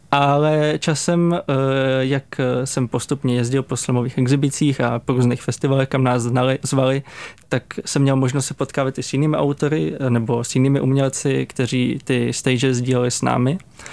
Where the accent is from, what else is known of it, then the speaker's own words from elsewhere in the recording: Jablonec nad Nisou, Liberec Region, Czechia; Asi úplně na začátku bylo to, že jsem vyrůstal v Jablonci nad Nisou, což je hezký město, hezké místo, rád se tam vracím